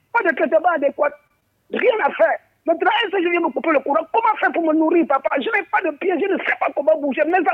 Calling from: Gabon; je termine de vivre dans ce Gabon. Je fais des enfants dans ce Gabon jusqu'au petit-fils 14.

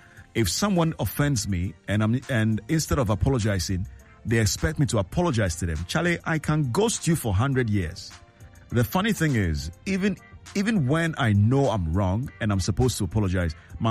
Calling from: Tema, Greater Accra, Ghana; I'm texting from Tema.

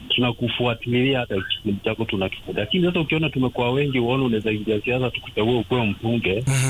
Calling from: Kasarani, Nairobi, Kenya; From Kasarani, Anche.

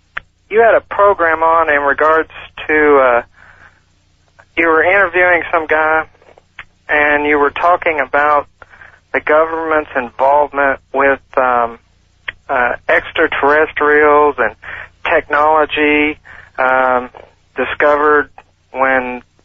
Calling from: Ligonier, Indiana, United States; Ligonier, Indiana.

